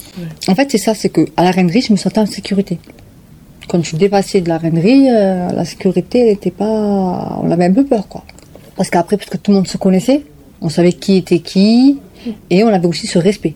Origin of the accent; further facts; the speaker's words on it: Toulouse, Occitanie, France; 35 ans. Maman, trois enfants. J'ai grandi à la Reinerie. Quand je suis née à la Reinerie, on va dire, plutôt.